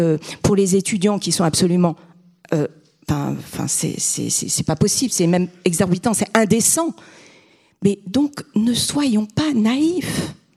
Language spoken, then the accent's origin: French; Brittany, France; J'adore les fanfares, hein. Forcément, je suis bretonne.